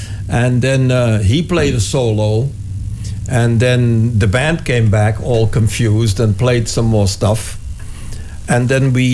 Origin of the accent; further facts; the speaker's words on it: Wessem, Limburg, Netherlands; also born or lived in Brielle; And but I lived in Limburg most of my life that I was here.